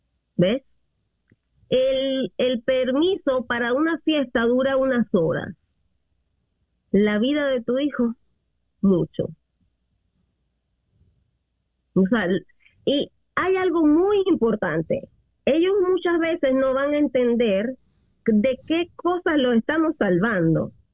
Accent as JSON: {"language": "Spanish", "country": "Venezuela", "moved": "yes", "lives_now": "United States", "said": "yo soy mamá también latina aquí en Estados Unidos y yo sí le digo a mi hijo que aquí es embajada venezolana."}